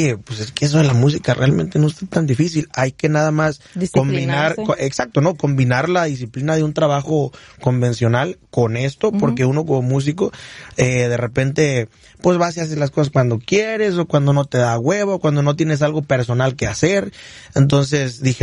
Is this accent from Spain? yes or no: no; Michoacán, Mexico; accent: Michoacán; Así como mi acento michoacano.